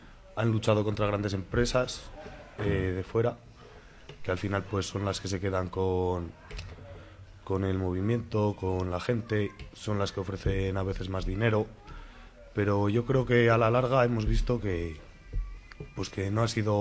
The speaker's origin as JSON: {"language": "Spanish", "region": "Castile and León", "country": "Spain", "said": "Mi familia siempre ha sido agricultora por las dos partes. Yo soy de Villalba y de Lahorra y hemos sido agricultores en los dos pueblos."}